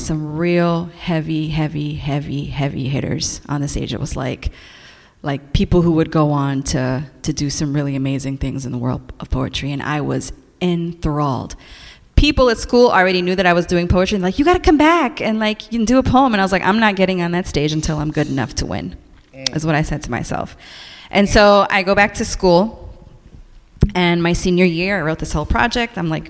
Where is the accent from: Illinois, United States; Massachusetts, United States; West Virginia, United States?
Illinois, United States; Chicago; but I grew up in Chicago Lawn, so I was always the only Puerto Rican.